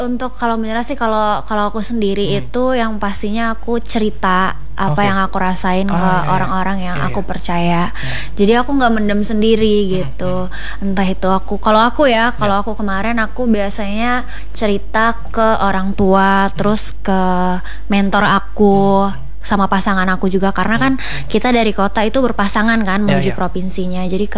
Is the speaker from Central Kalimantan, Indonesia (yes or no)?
yes; Central Kalimantan, Indonesia; now in Palangka Raya, Indonesia; Kalau aku asli Kalimantan Tengah dan aku orang Dayak asli.